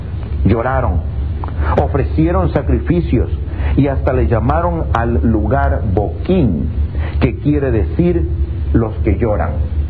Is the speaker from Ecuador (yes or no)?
yes; Ecuador; moved away; en mi país, Ecuador